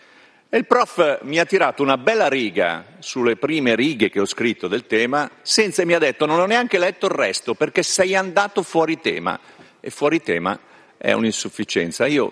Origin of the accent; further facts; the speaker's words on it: Brianza, Lombardy, Italy; io Brianzolo che fa parte della regione Lombardia